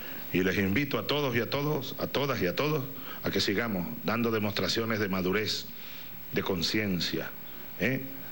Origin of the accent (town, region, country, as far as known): Venezuela